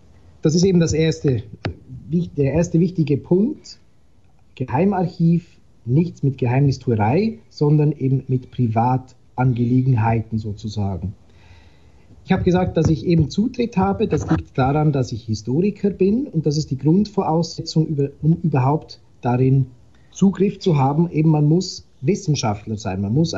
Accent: Switzerland; moved away as an adult; now in Rome, Italy; als Schweizer Stimme im Vatikan

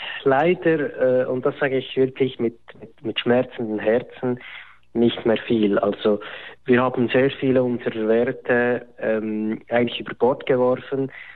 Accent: Switzerland; Wir sagen zwar alle, wir sind Schweizer

